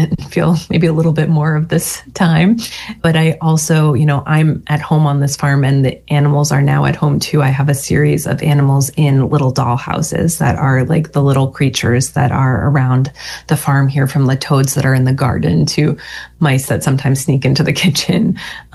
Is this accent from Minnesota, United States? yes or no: no; Montclair, New Jersey, United States; moved away; I grew up in Montclair, New Jersey.